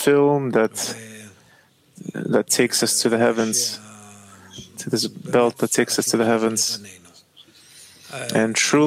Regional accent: Yokneam, Northern District, Israel; By the way … from Yokneam

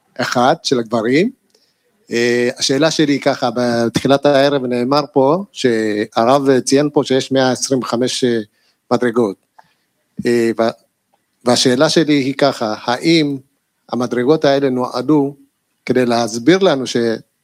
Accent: Beersheba, Southern District, Israel; טוב, אז נעים מאוד … אני מבאר שבע.

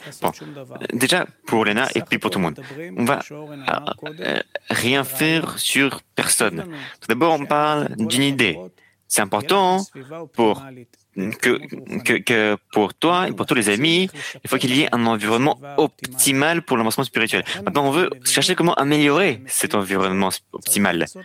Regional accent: Argentina; French is a second language; moved away; also born or lived in Spain; Moi, je suis de Argentine et j'ai vécu 30 ans en Espagne.

